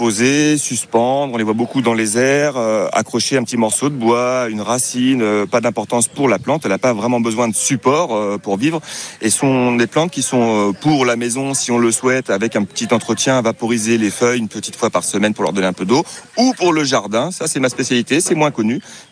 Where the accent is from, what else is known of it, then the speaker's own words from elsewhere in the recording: Pays de la Loire, France; Moi je suis originaire de Vendée